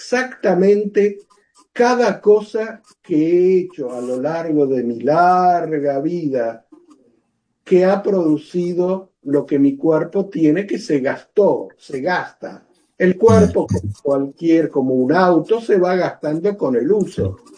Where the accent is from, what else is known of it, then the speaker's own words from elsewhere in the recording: Argentina; moved away; Y yo soy originario de Argentina.